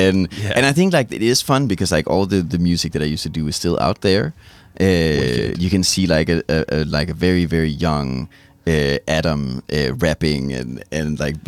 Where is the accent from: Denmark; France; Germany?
Denmark; Copenhagen, Capital Region of Denmark; moved away as an adult; now in Amsterdam, Netherlands; when I tell people I'm from Copenhagen, they're like, oh, that's so cool, that's amazing. And I'm like, well, it's lame because I lived there my whole life